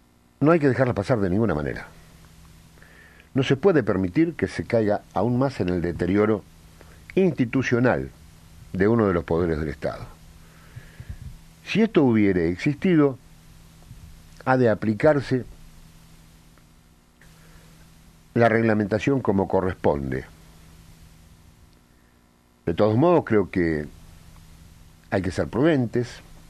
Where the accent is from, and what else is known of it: Argentina